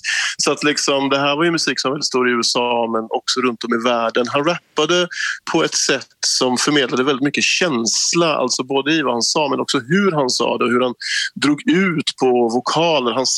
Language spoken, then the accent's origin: Swedish; Gothenburg, Västra Götaland County, Sweden; vi förstod nog inte allt han sa när vi var tonåringar hemma i Göteborg och lyssnade på hans texter.